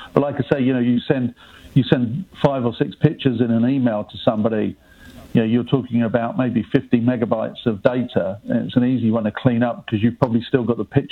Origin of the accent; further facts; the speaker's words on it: England, United Kingdom; accent: English; with my accent, I'm English.